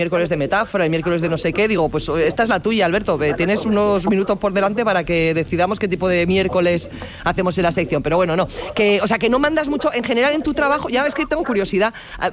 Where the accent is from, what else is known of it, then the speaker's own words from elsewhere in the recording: Navarre, Spain; born there; el de Sartaguda, que es el de al lado de mi pueblo.